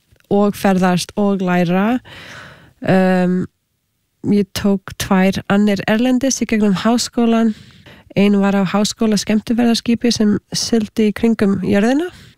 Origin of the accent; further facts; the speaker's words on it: Canada; also born or lived in United States / Australia; ég ólst upp í Kanada með halv indverskri móður frá Suður Ameríku. Svo ég var þegar alþjóðlegt barn og með nokkuð tungumál sem ég gat notað.